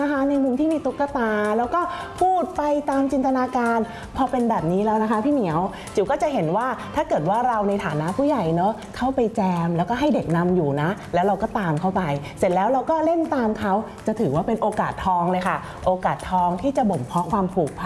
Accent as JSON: {"language": "Thai", "region": "Bangkok", "country": "Thailand", "tie": "born or raised there", "said": "นะคะเกิดและเติบโตในกรุงเทพเนาะบ้านก็เป็นบ้านตึกแถวแล้วก็ชอบเล่นมากๆเลย"}